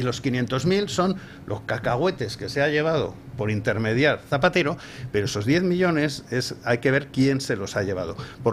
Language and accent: Spanish; Spain; los españoles nos estamos dejando.